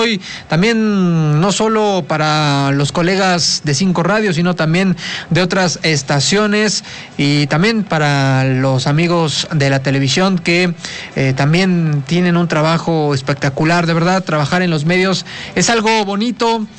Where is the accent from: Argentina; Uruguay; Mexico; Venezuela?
Mexico